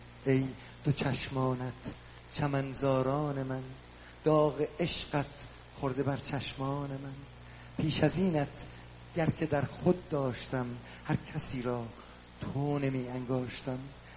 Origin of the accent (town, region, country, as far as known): Iran; moved away